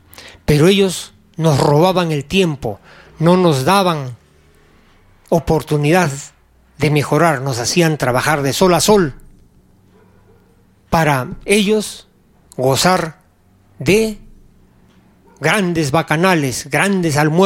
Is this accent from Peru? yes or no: yes; Arequipa, Peru; born there; ¿Por qué nací en Perú? ¿Por qué nací en Arequipa?